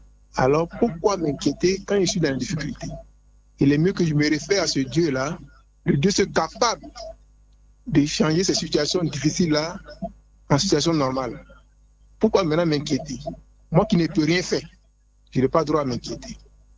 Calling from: Jacqueville, Lagunes, Côte d’Ivoire; J'appelle de Jacquesville.

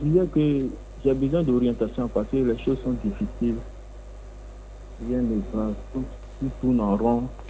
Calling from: Bingerville, Abidjan, Côte d’Ivoire; Je vous appelle de Bengerville.

